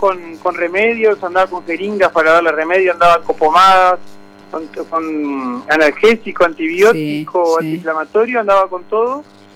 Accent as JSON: {"language": "Spanish", "town": "Tranqueras", "region": "Rivera", "country": "Uruguay", "said": "Después que pasé acá por mi pueblo, por Tranquera"}